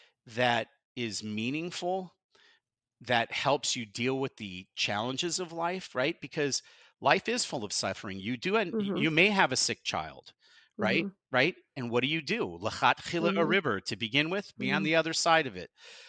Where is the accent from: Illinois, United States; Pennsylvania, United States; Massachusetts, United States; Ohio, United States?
Pennsylvania, United States; Pittsburgh; I'm from Pittsburgh.